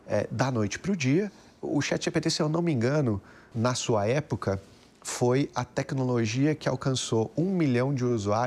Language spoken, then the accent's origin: Portuguese; Rio Grande do Sul, Brazil; also born or lived in Porto Alegre; now in São Paulo, Brazil; Eu sou gaúcho.